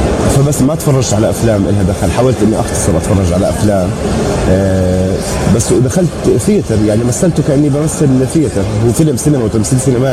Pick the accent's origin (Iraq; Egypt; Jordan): Jordan; also born or lived in London